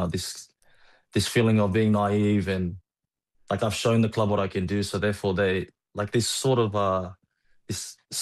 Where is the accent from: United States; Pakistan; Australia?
Australia; Growing up in Australia, I never thought I would be playing for the Flying Fijians.